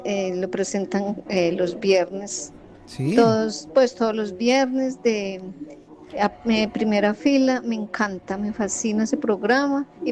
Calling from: Medellín, Antioquia, Colombia; los escucho desde Medellín.

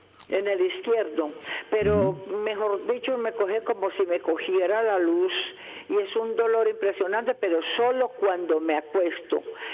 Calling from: Medellín, Antioquia, Colombia; De por acá, de la Biblioteca de San Javier.

